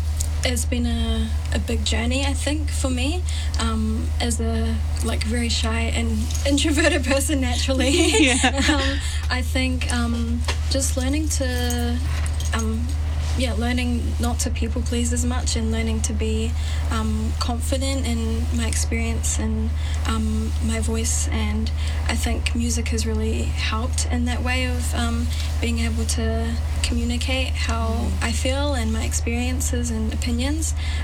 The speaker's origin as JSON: {"language": "English", "town": "Hamilton", "region": "Waikato", "country": "New Zealand", "tie": "born or raised there", "said": "21, and born and raised in Hamilton Kirikiriroa."}